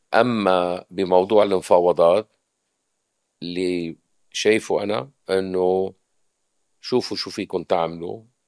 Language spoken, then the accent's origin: Arabic; Lebanon; علينا كلبنانيين